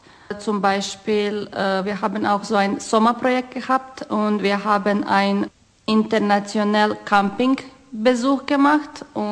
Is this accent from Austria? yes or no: no; Croatia; also born or lived in Germany; Mein ganzes Leben lebe ich aber in Kroatien.